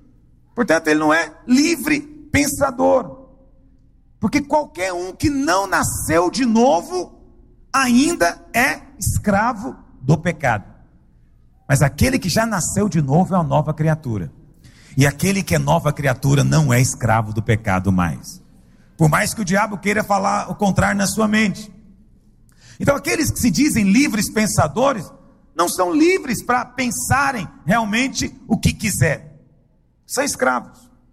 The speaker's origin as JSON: {"language": "Portuguese", "town": "Goiânia", "region": "Goiás", "country": "Brazil", "said": "De onde você é? Ah, sou de Goiânia."}